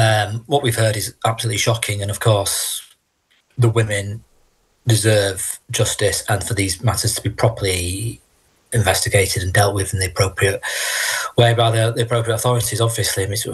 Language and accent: English; Manchester, North West England, United Kingdom; moved away; But I grew up in Manchester, and I grew up on the blue side of Manchester.